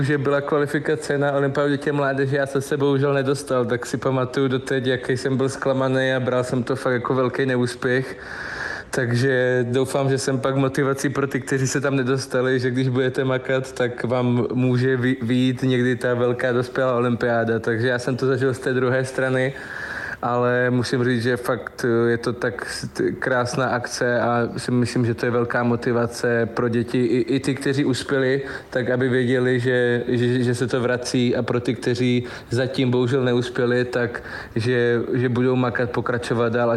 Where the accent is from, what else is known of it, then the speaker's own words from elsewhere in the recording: Zlín Region, Czechia; jsem mohl nést vlajku ještě za Zlínský kraj, jsem hrdý na to, odkud pocházím